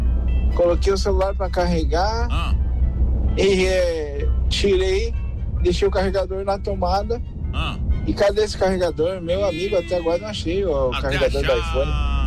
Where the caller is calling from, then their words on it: Paranaguá, Paraná, Brazil; a pessoa nem era da minha cidade, que sou de Paranaguá.